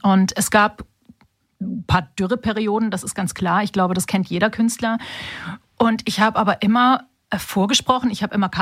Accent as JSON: {"language": "German", "town": "Stuttgart", "region": "Baden-Württemberg", "country": "Germany", "tie": "born or raised there"}